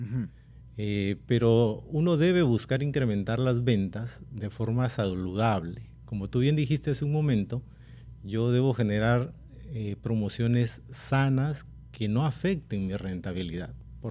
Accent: Talara, Piura, Peru; Mi tierra. Soy nacido en Talara, Piura.

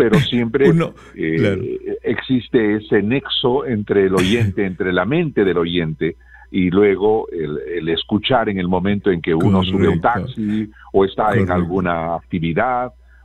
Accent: Abancay, Apurímac, Peru; born there; moved away as an adult; also born or lived in Cusco; now in Lima, Peru; Yo en Apurímac, en Abancay, y de ahí he emigrado hacia Cusco y ahí hice mi carrera durante 11 años.

